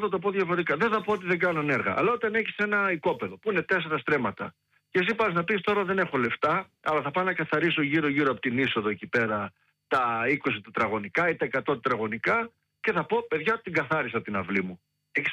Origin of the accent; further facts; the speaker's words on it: Lemnos, North Aegean, Greece; γιατί κατάγομαι από τη Λίμνο.